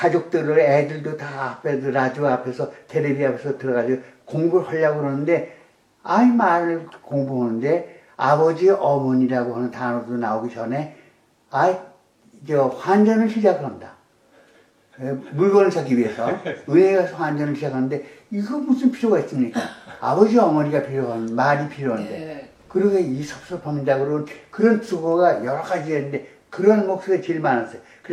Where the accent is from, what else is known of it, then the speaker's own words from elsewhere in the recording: Seoul, South Korea; born there; 근데 내가 하는 난 서울 태생인데